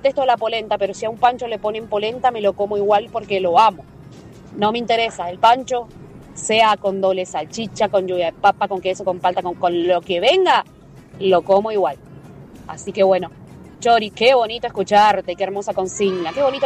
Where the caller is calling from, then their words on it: Rivadavia, Argentina; de Rivadavia